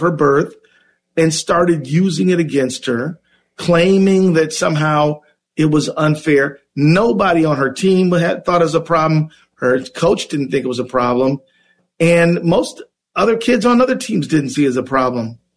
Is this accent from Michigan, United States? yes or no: yes; Detroit, Michigan, United States; moved away as an adult; I was born and raised in Detroit, I lived my whole adult life in Minnesota. But but from 0 to about 22, I lived in Detroit.